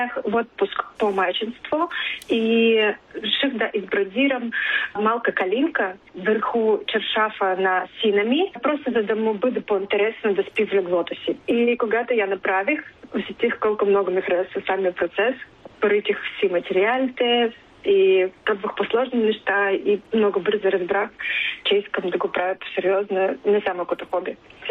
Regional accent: Omsk, Omsk Oblast, Russia; Bulgarian is a second language; moved away as an adult; also born or lived in Moscow; now in Sofia, Bulgaria; Родом съм от Русия, от един малък сибирски град Омск. И последните 12 години, преди да се премести в София, живях в Москва.

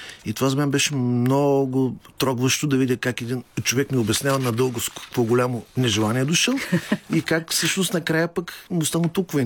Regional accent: Ruse, Ruse Province, Bulgaria; moved away; В Русе ще бъда след две седмици, родния ми град, където така се вълнувам особено много.

